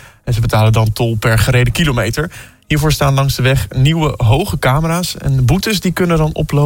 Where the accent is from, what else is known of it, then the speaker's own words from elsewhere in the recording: Hoogeveen, Drenthe, Netherlands; Ik kom uit Hogeveen.